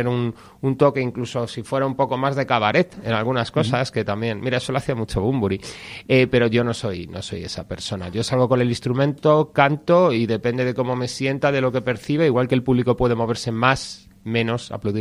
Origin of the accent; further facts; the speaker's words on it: Madrid, Community of Madrid, Spain; Pero yo soy de Carabanchel, sí, más que no he conocido otra cosa.